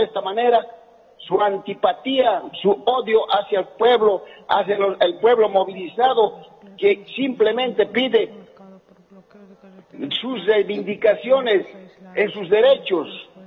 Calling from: Bolivia; aquí en Bolivia

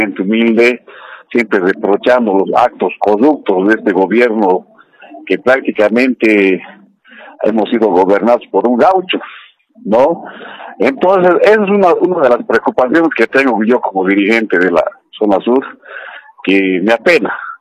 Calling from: Cochabamba, Bolivia; De Cochabamba, de la zona sur.

